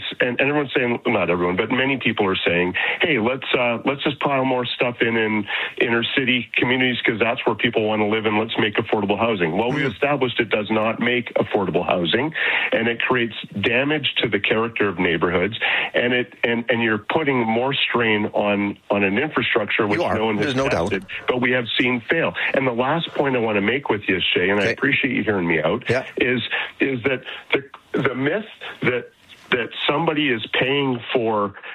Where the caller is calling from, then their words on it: Calgary, Alberta, Canada; And I'm calling from Calgary, so...